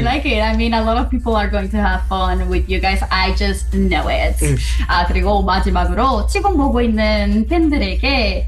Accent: Mexico; English is a second language; I'm from Mexico, you're from Korea.

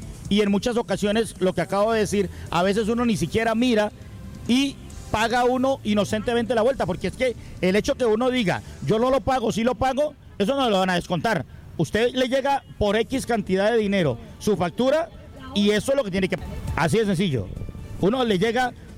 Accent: Cali, Valle del Cauca, Colombia; como caleño y como usuario también hago mi reclamación.

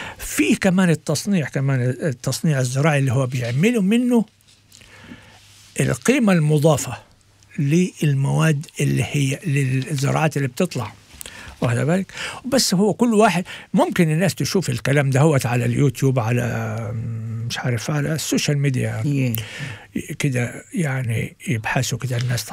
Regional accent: Egypt; عندنا في مصر

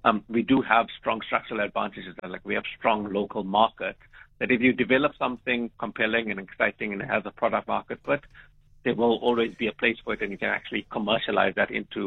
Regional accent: South Africa; as South African

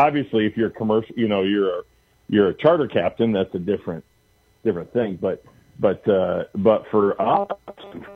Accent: North Muskegon, Michigan, United States; I grew up on the Great Lakes, right? I grew up in Lake Michigan, out of North Muskegon, and, on the big water with my dad

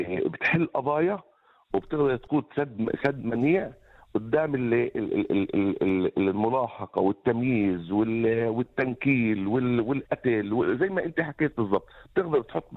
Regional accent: Palestine; بده إنه أنا أقول إنه أنا مش فلسطيني، انه انا مش عربي، انه انا فيش لي تاريخ، انه انا فيش لي حضاره

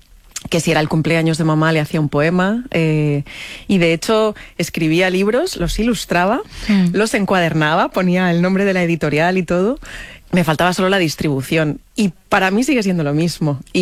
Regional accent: Madrid, Community of Madrid, Spain

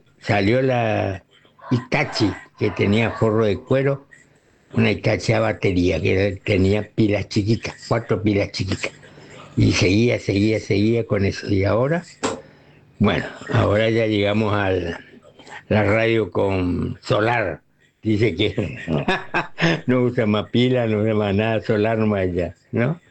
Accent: Clorinda, Formosa, Argentina; Yo soy nacido en el 53, así que tengo 70 y pico de años, ¿eh? Así que soy formoseño, argentino de Clorinda, Formosa

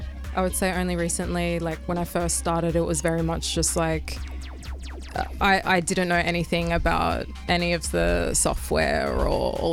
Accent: South Australia, Australia; also born or lived in Melbourne; now in Sydney, Australia; I am from the Riverland in South Australia, like country South Australia, Ngurrindjeri on my mother's side, Wankumadla on my father's side, also have connections to Torres Strait Islands as well.

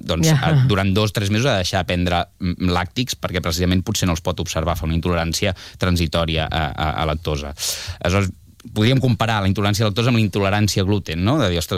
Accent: Barcelona, Catalonia, Spain; also born or lived in Moianès; Jo soc de Barcelona, però comarca del Moianès, me'l sento molt com a pròpia

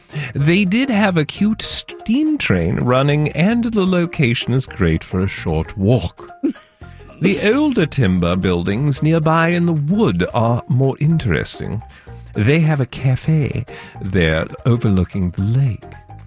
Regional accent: England, United Kingdom; And I spelled mention with an S, even though I'm English.

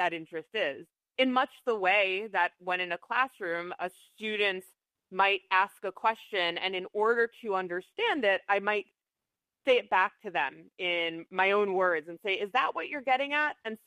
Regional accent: Hackensack, New Jersey, United States; my hometown of Hackensack, New Jersey, where I was taken to city council meetings as a kid

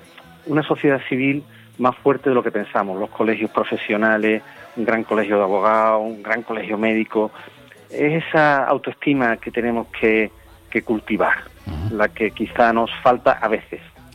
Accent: Cádiz, Andalusia, Spain; born or raised there; now in Seville, Spain

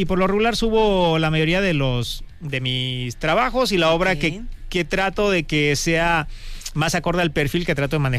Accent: Coyuquilla Norte, Guerrero, Mexico; Y fue en mi pueblo, Coyuquilla Norte, un pueblo hermosísimo en la Costa Grande, aquí del estado de Guerrero, perteneciente al municipio de Petotlán

